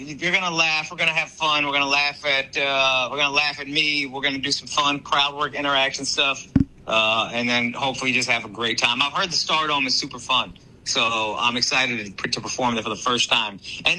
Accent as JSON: {"language": "English", "town": "Dallas", "region": "Texas", "country": "United States", "tie": "born or raised there", "said": "I grew up in Dallas, born and raised."}